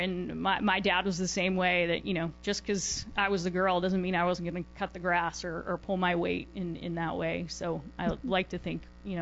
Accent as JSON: {"language": "English", "town": "Wayland", "region": "Massachusetts", "country": "United States", "tie": "born or raised there", "also_born_or_lived": "West Roxbury / Milton", "said": "I grew up in Wayland, just outside the city"}